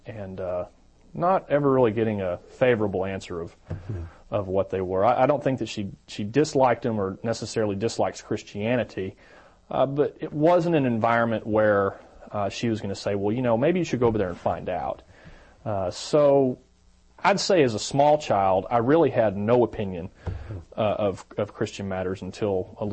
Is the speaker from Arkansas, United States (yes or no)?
yes; Arkansas, United States; I grew up in Northwest Arkansas.